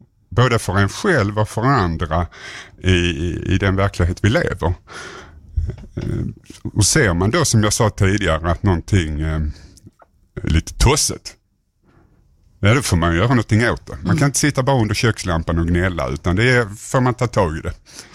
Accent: Svedala, Skåne, Sweden; also born or lived in Malmö / Umeå; Kort och gott, jag är uppvuxen också i Myllan, fast på andra sidan kommungränsen i Svedala kommun. Jag bodde där längs 108 vid slottet ungefär, på den sidan där. Och som tonåring flyttade in till Malmö.

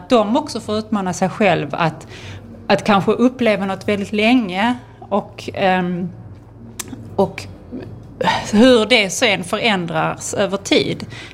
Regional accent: Malmö, Skåne, Sweden; also born or lived in Berlin; Jag kommer från Malmö, född här och bor både här och i Berlin.

